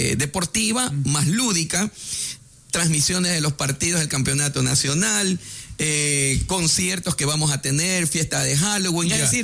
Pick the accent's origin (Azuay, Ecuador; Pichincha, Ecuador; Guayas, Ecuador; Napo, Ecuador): Guayas, Ecuador; Guayaquil; somos los guayaquileños rockeros